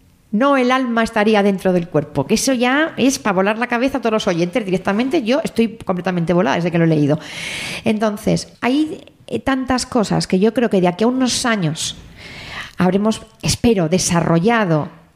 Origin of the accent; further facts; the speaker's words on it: Zaragoza, Aragon, Spain; las jornadas fueron en Zaragoza, en mi tierra